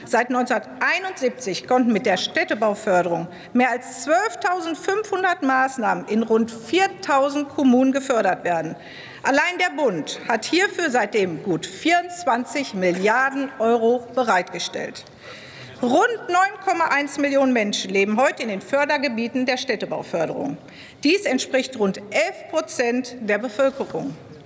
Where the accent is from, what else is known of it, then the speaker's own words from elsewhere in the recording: Herdecke, North Rhine-Westphalia, Germany; bis hin zu 25 Jahren praktischer Verantwortung als Baudezernentin und Bürgermeisterin meiner Heimatstadt Herdecke.